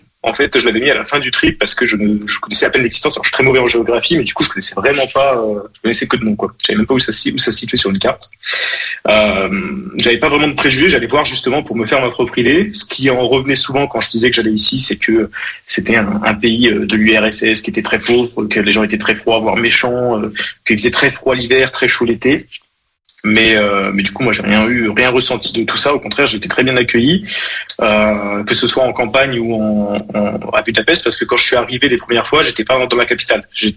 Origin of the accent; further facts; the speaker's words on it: France; moved away; Je suis parti de France pour un tas de raisons, mais je voulais pas partir dans un pays qui était où je me sentais complètement dépaysé.